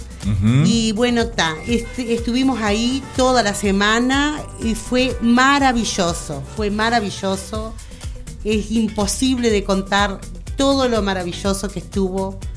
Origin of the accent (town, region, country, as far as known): Bella Unión, Artigas, Uruguay